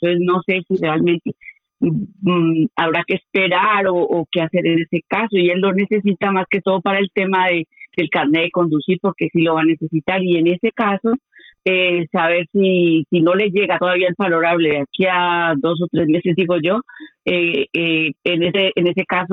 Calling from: Madrid, Community of Madrid, Spain; De Madrid

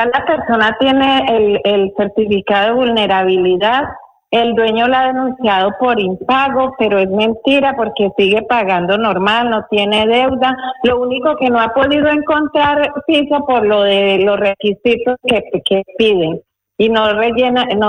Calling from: Elche, Valencian Community, Spain; Buenos días, de Elche.

